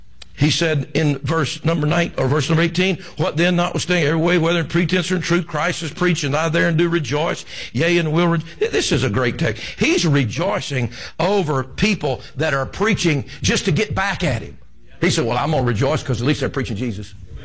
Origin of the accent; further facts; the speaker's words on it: United States; It's because we're Americans